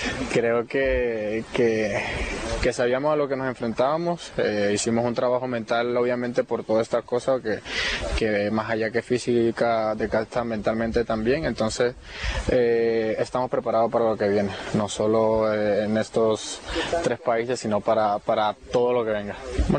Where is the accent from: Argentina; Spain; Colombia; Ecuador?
Colombia; moved away; sabemos cómo no somos nosotros los colombianos